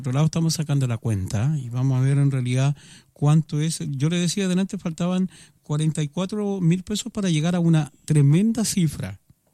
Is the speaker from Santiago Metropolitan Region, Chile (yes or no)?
yes; Melipilla, Santiago Metropolitan Region, Chile; Yo soy oriundo de Pabellón